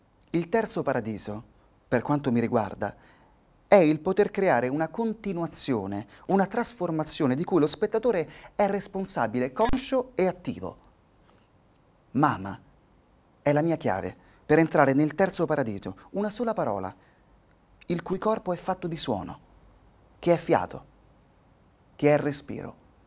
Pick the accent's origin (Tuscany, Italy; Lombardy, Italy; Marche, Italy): Tuscany, Italy; Siena; born there; La mia voce è l'appartenenza alla mia terra. Un'appartenenza di nascita, nel mio caso toscana, perché io sono di Siena e ancor di più Fontebranda e della campagna toscana.